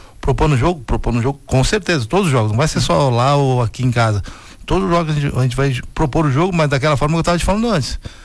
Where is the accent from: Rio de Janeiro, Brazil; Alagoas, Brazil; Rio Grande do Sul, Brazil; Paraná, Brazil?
Rio Grande do Sul, Brazil; Bento Gonçalves; eu sou de Bento Gonçalves